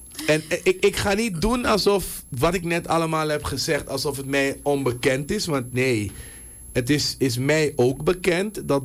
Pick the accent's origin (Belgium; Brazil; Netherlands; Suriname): Suriname; Thuis opgroeien als kind in Suriname. Er werd niet heel veel Sranantongo tegen ons gesproken.